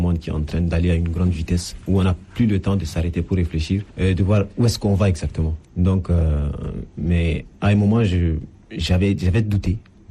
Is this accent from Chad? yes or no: yes; N'Djamena, Chad; born there; Parce que quand j'étais là-bas, je me suis rendu compte que comme je suis né en N'Djamena, j'étais coupé de ma racine culturelle, en fait.